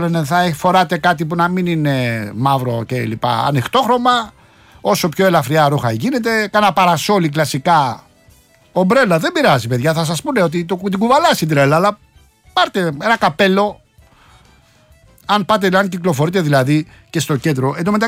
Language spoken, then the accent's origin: Greek; Rafina, Attica, Greece; Έπαιρνα εγώ στην Αθήνα, στην Ραφίνα, στην πατρίδα μου τηλέφωνο τότε.